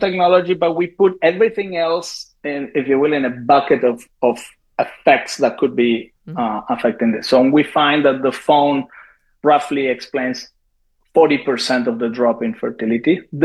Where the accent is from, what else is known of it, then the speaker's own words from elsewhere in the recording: Argentina; As I said, I'm from Argentina, and not too long ago, Argentina legalized abortion, and that was the talk.